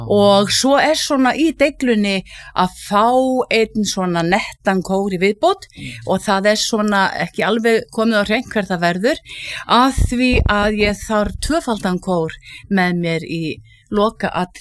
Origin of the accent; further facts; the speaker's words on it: Hvolsvöllur, Southern Region, Iceland; En ég fædd og uppalinn í Rangárvallasýslunni og að mestu leiti á Hvolsvelli.